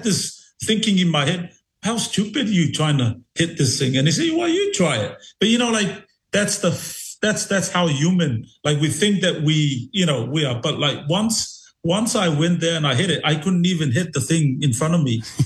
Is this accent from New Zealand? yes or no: yes; Otara, Auckland, New Zealand; also born or lived in Samoa; I was born in Samoa at the village of Elisefo, which is, I'm a fruit salad in Samoa, they call it. I'm a Patu Valuan Niue, and from hearing of Salai Lua. So that's my... heritage, and so it's I was born here, and I was raised in New Zealand.